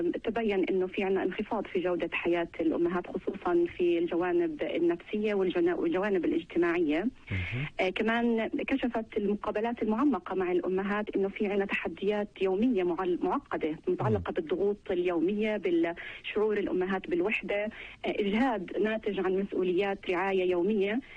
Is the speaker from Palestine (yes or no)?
yes; Palestine; عندنا في فلسطين